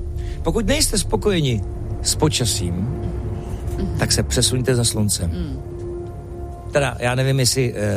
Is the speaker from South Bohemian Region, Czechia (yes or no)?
no; Beroun, Central Bohemian Region, Czechia; jsem z Berouna